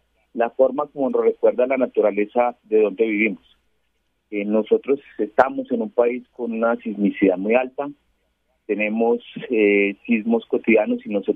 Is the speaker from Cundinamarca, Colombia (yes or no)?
no; Pereira, Risaralda, Colombia; born there; yo soy de Pereira, nacido en Pereira, y estoy en proceso de desplazarme para mi ciudad.